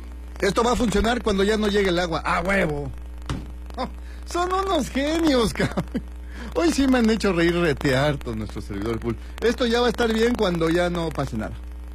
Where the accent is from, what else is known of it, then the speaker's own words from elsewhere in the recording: Mexico City, Mexico; now in Acapulco, Mexico; yo soy también de la Ciudad de México, pero quiero Acapulco, amo Acapulco, soy más costeño. Es evidente que chilango ya, ¿no?